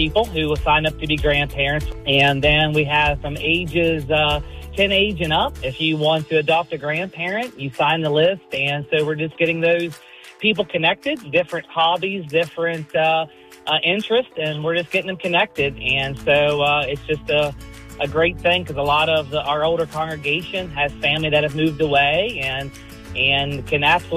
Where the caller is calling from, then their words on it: Warfordsburg, Pennsylvania, United States; I'm calling from Wofford, Pennsylvania.